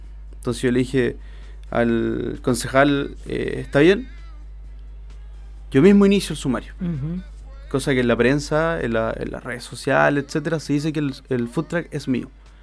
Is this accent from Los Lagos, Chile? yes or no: yes; Puerto Montt, Los Lagos, Chile; Soy de Puerto Montt. Tengo 31 años, 3 hijos. Está por nacer mi tercer hijo estos días. Mi señora tiene 39 semanas. Y soy de Puerto Montt.